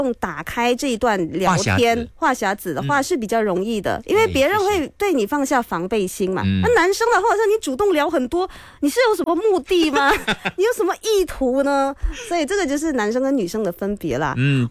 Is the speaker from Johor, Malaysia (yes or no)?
yes; Johor Bahru, Johor, Malaysia; 我就说我的家乡新山。